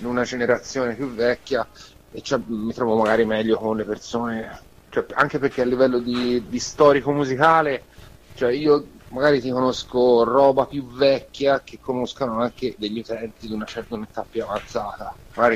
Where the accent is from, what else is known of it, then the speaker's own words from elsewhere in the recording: Montemurlo, Tuscany, Italy; io sono di Prato, nello specifico Montemurlo